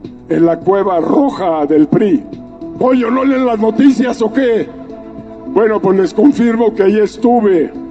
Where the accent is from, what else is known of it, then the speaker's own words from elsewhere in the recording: Mexico; también soy ciudadano mexicano.